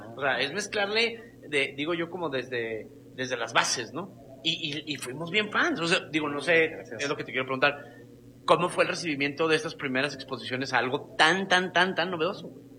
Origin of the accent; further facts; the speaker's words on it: Chihuahua, Mexico; Y yo soy de Chihuahua, y la verdad es que los chihuahuenses fuimos de los pacientes cero, güey, de su música.